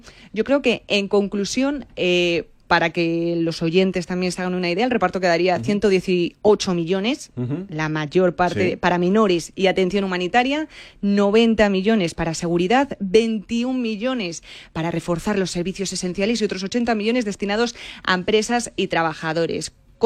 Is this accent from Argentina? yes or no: no; Spain